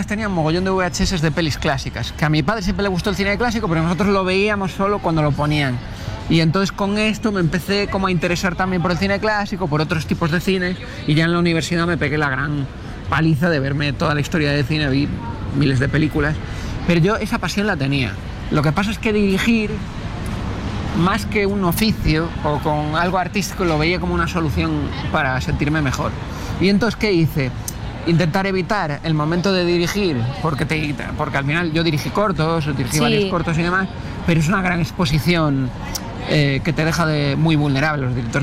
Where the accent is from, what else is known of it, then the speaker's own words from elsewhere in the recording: Canary Islands, Spain; born there; Porque yo nací en Canarias, tú eres canario. No te olvides nunca, me decía así con pasión.